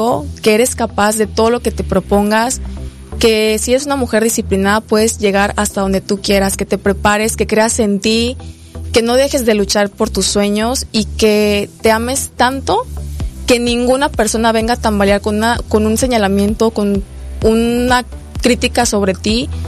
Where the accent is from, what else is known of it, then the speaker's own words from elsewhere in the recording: Chiapas, Mexico; al final todos somos paisanos, somos chiapanecos